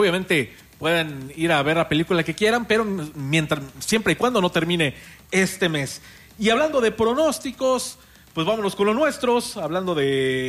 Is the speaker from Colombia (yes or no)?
no; Mexico; Yo creo que va a ganar México, no solo porque somos mexicanos y demás.